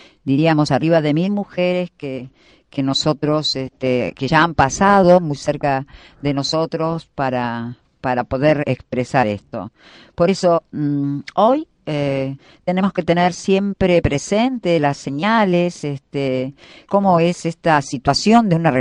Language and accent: Spanish; San Martín, Buenos Aires Province, Argentina; soy de San Martín, provincia de Buenos Aires